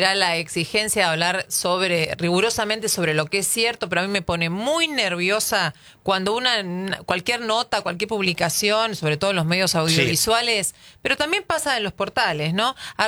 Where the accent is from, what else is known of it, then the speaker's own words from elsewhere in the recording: Argentina; seguimos siendo los argentinos a pesar de haber sido los segundos.